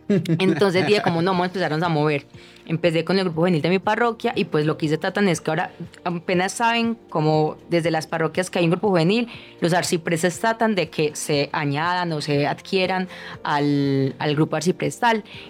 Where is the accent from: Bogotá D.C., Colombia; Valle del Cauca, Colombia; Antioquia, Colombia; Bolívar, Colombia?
Antioquia, Colombia; Remedios; now in Medellín, Colombia; una familia bastante católica, yo soy de un pueblo, no soy de acá de Medellín, soy oriunda de un pueblo que se llama Remedios, Antioquia.